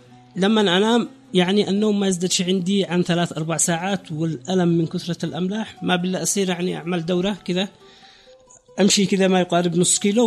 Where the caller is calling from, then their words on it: Raymah, Yemen; انا من ريما